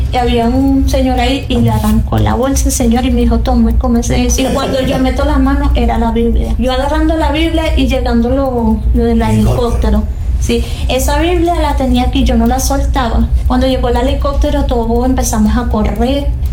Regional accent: Venezuela; Yo le dije, no, él es mi hermano, nosotros somos venezolanos.

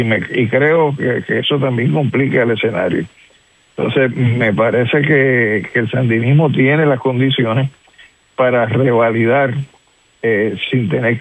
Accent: Puerto Rico; yo soy puertorriqueño nacional, aunque tenga desde el punto de vista jurídico una ciudadanía que corresponde a la ciudadanía estadounidense

